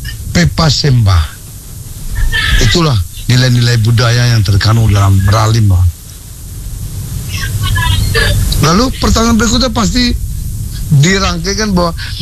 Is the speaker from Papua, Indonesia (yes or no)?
no; East Nusa Tenggara, Indonesia; pemimpin adat kami suku Liolise